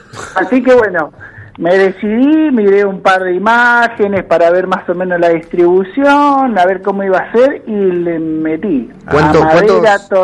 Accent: San Bernardo, Buenos Aires Province, Argentina; now in Mar de Ajó, Argentina; En realidad siempre viví en San Bernardo.

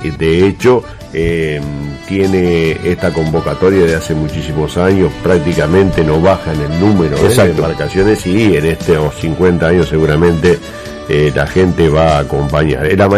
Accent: Santa Fe, Argentina; nosotros como santafesinos

